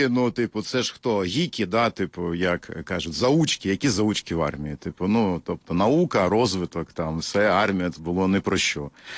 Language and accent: Ukrainian; Poltava, Poltava Oblast, Ukraine; я взагалі-то з Полтави.